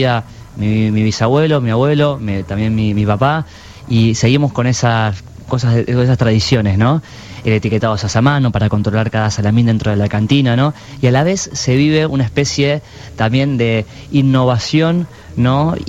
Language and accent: Spanish; Tandil, Buenos Aires Province, Argentina; nosotros somos orgullosos de ser tandilenses